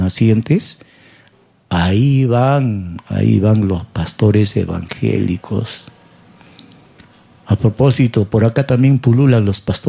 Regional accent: Peru; Esos somos los peruanos.

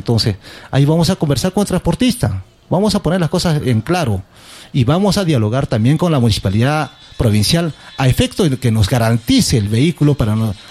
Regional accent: El Cural, Arequipa, Peru; Yo soy del Curral

